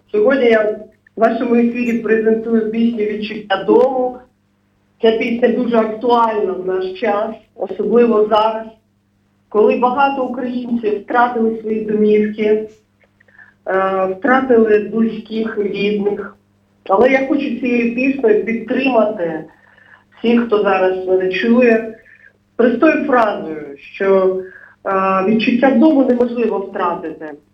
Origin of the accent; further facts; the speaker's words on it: Nova Kakhovka, Kherson Oblast, Ukraine; moved away as an adult; now in Kyiv, Ukraine; я тут живу вже більше 20 років. Тому це мій другий дім. Я родом із Нової Каховки, це Херсонська область.